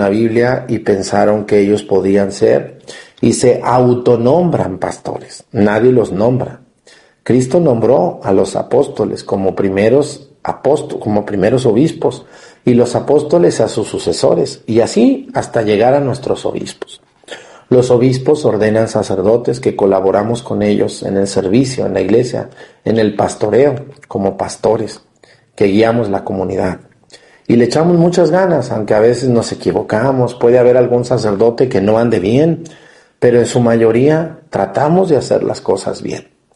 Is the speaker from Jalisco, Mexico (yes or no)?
yes; Mexticacán, Jalisco, Mexico; este es mi pueblo, Mexicacán. Yo allí nací y yo quiero a mi pueblo.